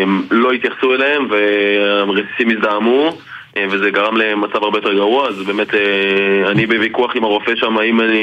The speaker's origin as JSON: {"language": "Hebrew", "town": "Tel Aviv", "region": "Tel Aviv District", "country": "Israel", "tie": "born or raised there", "lives_now": "Herzliya, Israel", "said": "בן 26, אני גדלתי בתל אביב, היום אני גר בהרצליה, סטודנט שנה ראשונה לפסיכולוגיה ומנהל עסקים באוניברסיטת רייכמן"}